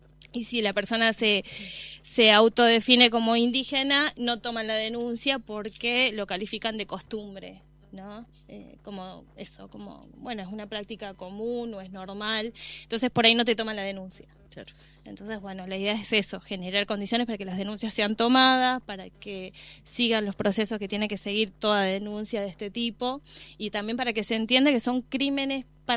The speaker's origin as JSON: {"language": "Spanish", "region": "Salta", "country": "Argentina", "said": "Soy de Salta."}